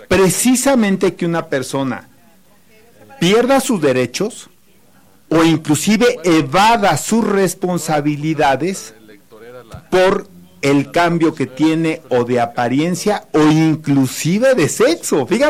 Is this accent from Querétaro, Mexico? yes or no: yes; Querétaro, Mexico; no soy de la Ciudad de México, ¿eh? Mi familia, no solamente yo, sino mi familia, mis antecesores, mis ancestros, son más queretanos que...